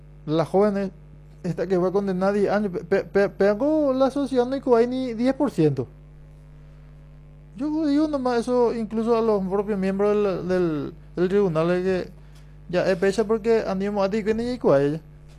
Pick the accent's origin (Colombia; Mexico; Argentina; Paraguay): Paraguay